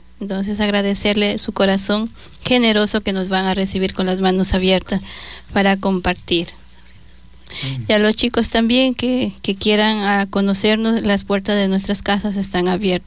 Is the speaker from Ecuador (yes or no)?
yes; Ecuador; Es una mujer de aquí de Ecuador, de Baba, de Guayas, y entonces, pues, como ecuatorianos, pues, unirnos en oración.